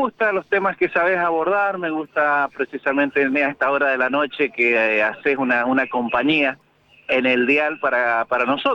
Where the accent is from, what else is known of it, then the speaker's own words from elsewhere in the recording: Mendoza, Argentina; Mira, soy de Mendoza, pero estoy trabajando acá en Neuquén.